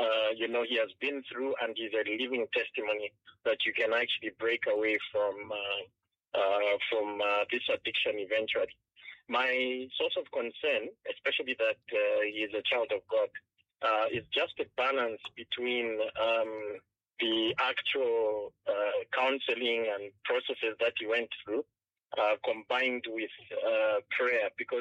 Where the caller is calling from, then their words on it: Kitwe, Copperbelt, Zambia; I'm calling you from Kitwe.